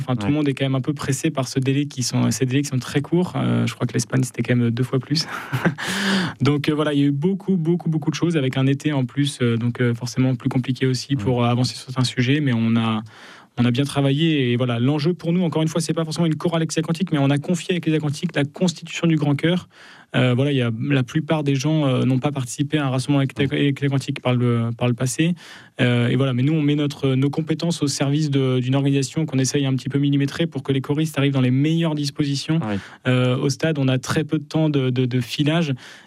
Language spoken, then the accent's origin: French; Chambéry, Auvergne-Rhône-Alpes, France; J'en suis, je viens de Chambéry.